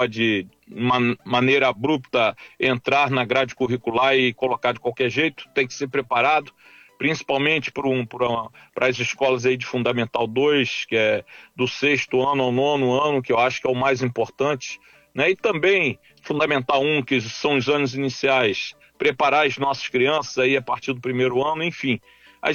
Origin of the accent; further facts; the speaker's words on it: Cabo Frio, Rio de Janeiro, Brazil; como cidadão cabofriense, daqueles que amam a cidade de Cabo Frio